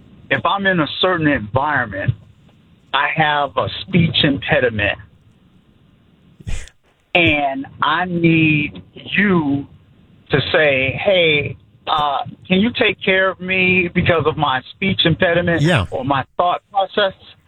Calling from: Chicago, Illinois, United States; I'm from Chicago, too.

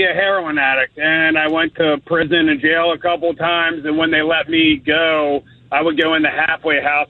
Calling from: United States; from Carroll County.

